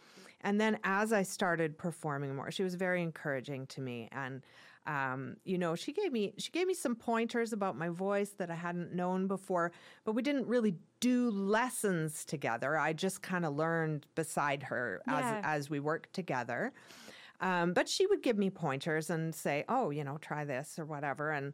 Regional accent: Prince George, British Columbia, Canada; moved away as an adult; growing up in Prince George

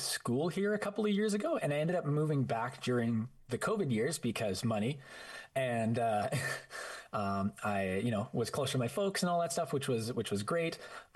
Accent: Prince George, British Columbia, Canada; moved away as an adult; now in Calgary, Canada; that was my hometown for most of my growing up, and then, you know, my young adult life and stuff like that too.

